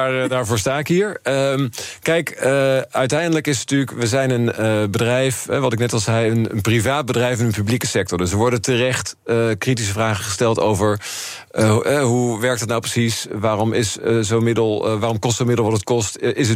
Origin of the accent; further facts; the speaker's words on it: Netherlands; En dat maakt me natuurlijk als Nederlander ook een beetje trots.